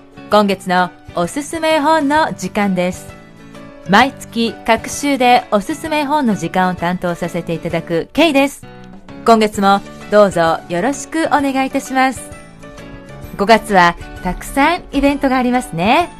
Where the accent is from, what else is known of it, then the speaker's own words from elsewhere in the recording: Kansai, Japan; accent: Kansai dialect; 関西人としてとても嬉しく